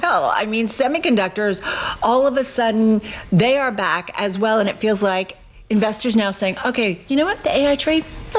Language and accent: English; New Jersey, United States; Me too as well, my home state.